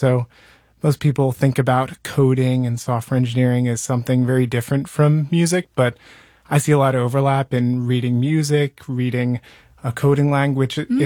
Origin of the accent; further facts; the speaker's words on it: East Coast, United States; moved away; I'm from the East Coast